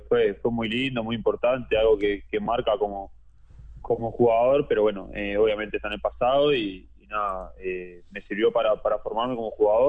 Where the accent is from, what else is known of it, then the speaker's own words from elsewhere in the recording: Mendoza Chico, Florida, Uruguay; moved away; also born or lived in Montevideo; Y yo nací, Mendoza Chico